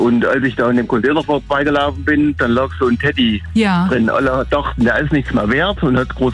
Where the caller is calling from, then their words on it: Ohrdruf, Thuringia, Germany; Ich bin aus Ohrdruf, ja.